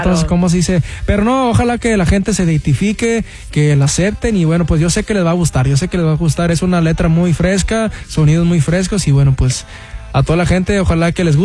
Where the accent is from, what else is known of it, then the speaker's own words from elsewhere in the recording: Houston, Texas, United States; born there; Bueno, yo soy nacido y radicamos ahí en Houston, Texas, pero traigo de descendencia y raíces mexicanas de, para ser exacto, Veracruz, México.